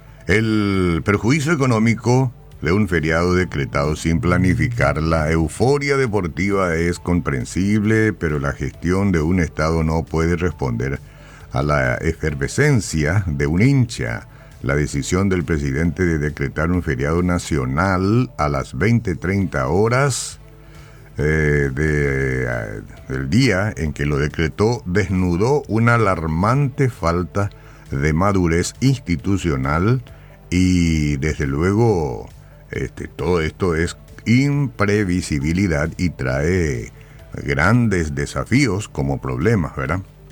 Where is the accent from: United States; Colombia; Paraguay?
Paraguay; porque somos paraguayos y llevamos la albirroja en el corazón